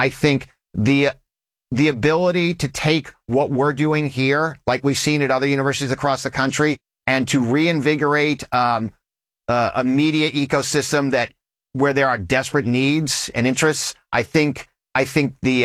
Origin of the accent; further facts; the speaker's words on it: Houston, Texas, United States; I grew up in Houston.